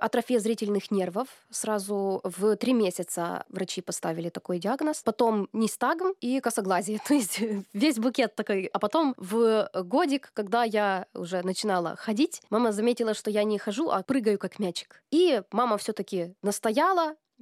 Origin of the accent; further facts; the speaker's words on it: Chernivtsi, Chernivtsi Oblast, Ukraine; moved away as an adult; now in Belarus; Я из Украины, город Черновцы, маленький Париж его еще называют. Там очень-очень красивая архитектура, очень такой славный город. Мне 30 лет, в Беларуси уже живу 6 лет.